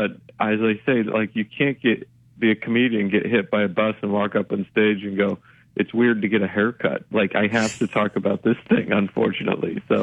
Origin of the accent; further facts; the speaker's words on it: Idaho, United States; moved away as an adult; also born or lived in Utah; now in New York City, United States; I was born in Idaho, grew up there. I went to college in the faraway lands of Utah. So, and then eventually somehow made my way to New York City.